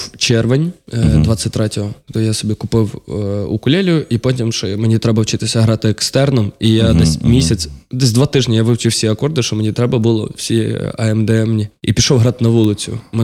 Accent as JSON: {"language": "Ukrainian", "town": "Boryslav", "region": "Lviv Oblast", "country": "Ukraine", "tie": "born or raised there", "said": "Так, я родом з Борислава."}